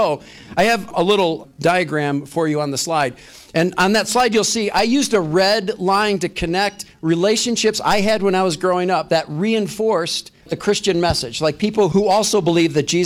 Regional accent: Lincoln Park, Michigan, United States; And we grew up in Lincoln Park, Michigan, on a 1,000-square-foot home with one main bathroom.

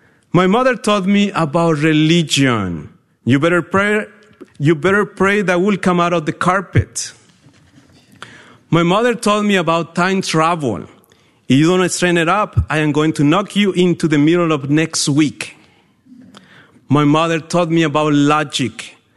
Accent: Mexico; moved away; because I'm from Mexico

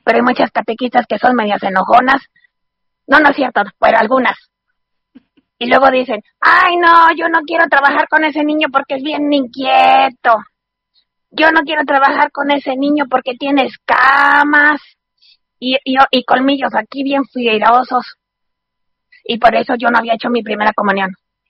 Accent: Guadalajara, Jalisco, Mexico

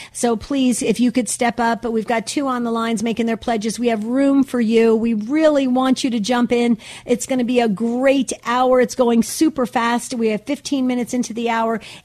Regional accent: New Jersey, United States; I grew up in New Jersey.

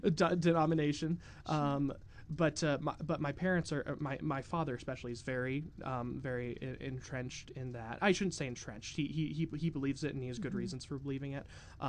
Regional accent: La Grande, Oregon, United States; moved away; I'm from Eastern Oregon, La Grande.

